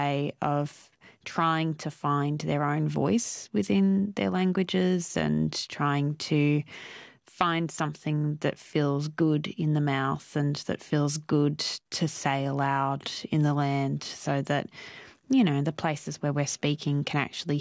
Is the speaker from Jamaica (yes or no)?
no; Sydney, New South Wales, Australia; this huge wealth of elders who had guided and led particularly the community that I grew up in Western Sydney.